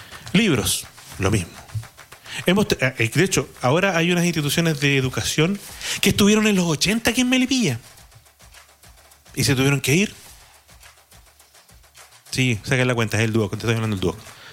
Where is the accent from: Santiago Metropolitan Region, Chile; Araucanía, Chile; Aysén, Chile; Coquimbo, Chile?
Santiago Metropolitan Region, Chile; Melipilla; yo como melipillano, de toda la vida, yo vengo de Mayarauco, Mayarauco pertenece a Melipilla